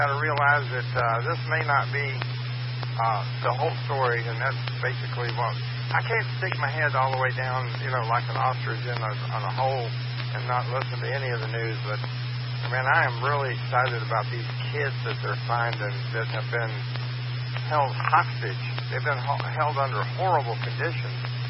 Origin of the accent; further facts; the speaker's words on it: Fort Lauderdale, Florida, United States; I grew up on Fort Lauderdale Beach in the 60s.